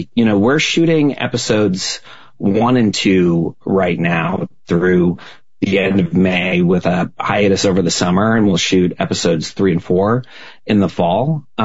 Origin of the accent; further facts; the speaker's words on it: New England, United States; moved away; also born or lived in New York City; I grew up in New England and I've spent most of my career in New York City. And I've spent time in Florida